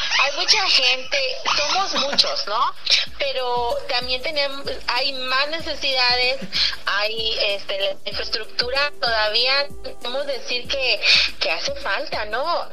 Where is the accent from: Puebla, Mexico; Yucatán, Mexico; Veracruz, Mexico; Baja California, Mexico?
Yucatán, Mexico